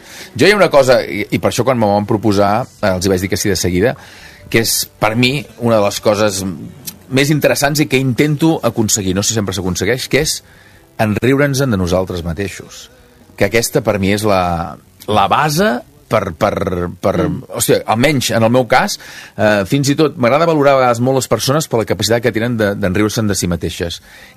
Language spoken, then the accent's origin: Catalan; Sant Feliu de Buixalleu, Catalonia, Spain; jo no sóc creient. Jo vaig ser d'escolanet 10 anys. És a dir, al meu poble, a Sant Feliu de Buixalleu.